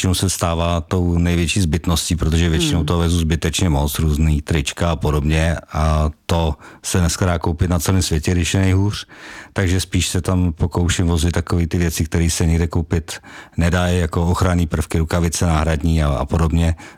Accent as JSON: {"language": "Czech", "region": "South Bohemian Region", "country": "Czechia", "lives_now": "Želeč, Czechia", "said": "Od Tábora, bydlím v Želči u Tábora, tak jsem pravověrný jeho Čech a přijel jsem autem."}